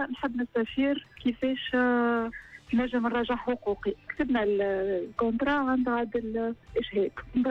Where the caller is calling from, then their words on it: Tunisia; أنا مواطنة تونسية